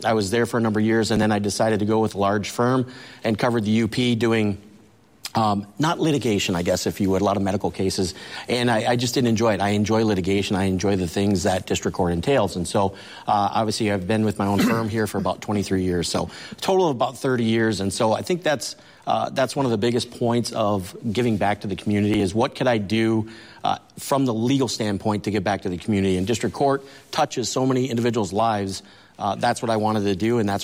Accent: Marquette County, Michigan, United States; So I grew up right here in Marquette County. I'm basically born and raised

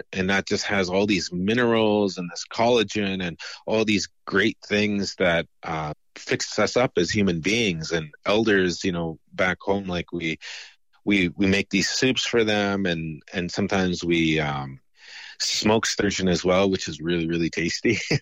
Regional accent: Canada; where I grew up in Winooe.

